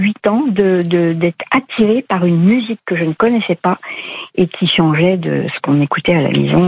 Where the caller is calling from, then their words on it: Olivet, Centre-Val de Loire, France; J'habite à Olivier, c'est juste à côté d'Orléans.